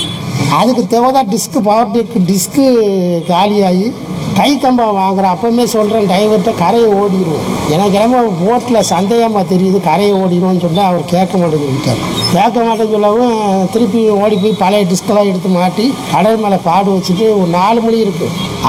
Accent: Chennai, Tamil Nadu, India; also born or lived in Pamban; நான் பிறந்தது பாம்பன் தான், ஆனால் வளர்ந்தது ஃபுல்லா சென்னை. சென்னையில் வளர்ந்தேன்.

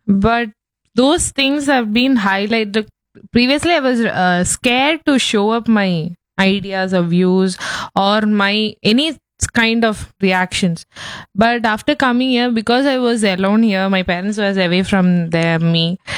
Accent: Tiruvalla, Kerala, India; moved away as an adult; also born or lived in Chennai; My place is in Tiruvalla. Only Tiruvalla, maximum to the Kottayam, I knew.

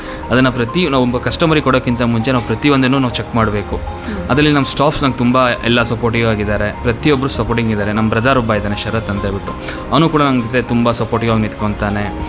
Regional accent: Bidare, Karnataka, India; born there; now in Shivamogga, India; ನಂದು ಬಂದ್ಬಿಟ್ಟು ಬಿದರೆ, ಸ್ವಂತ ಊರು ಬಿದರೆ. ಅಪ್ಪ ಅಮ್ಮ ಅಜ್ಜ ಅಜ್ಜಿ ಮೂಲತಃ ನಾವು ಬಿದರೇನೆ, ಓದಿದ್ದು ಎಲ್ಲ ನಾನು ಶಿವಮೊಗ್ಗದಲ್ಲೇ.

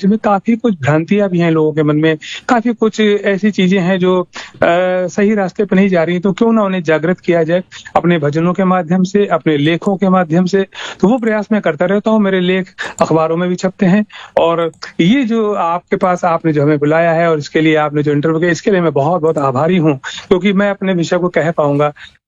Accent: Kanpur, Uttar Pradesh, India; मैं कानपुर शहर का निवासी हूँ और आपसे बहुत पहले से जुड़ा हुआ हूँ।

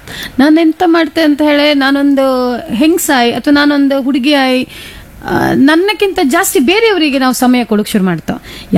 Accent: Mangalore, Karnataka, India; moved away as an adult; now in Kundapura, India; ನಾವು ಮಂಗಳೂರಿನವರು ಬಿಡಿಸಿ ಮಾತಾಡ್ತೇವೆ

